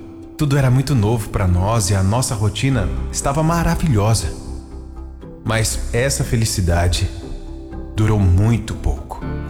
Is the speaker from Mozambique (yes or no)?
no; Ilhéus, Bahia, Brazil; Nasci na cidade de Ilhéus, na Bahia, onde passei um período da minha infância que não foi tão feliz assim.